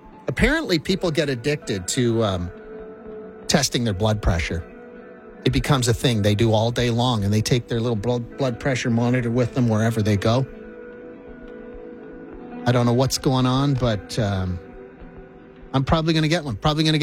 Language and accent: English; Saskatchewan, Canada; now in Alberta, Canada; when I was a kid growing up in Saskatchewan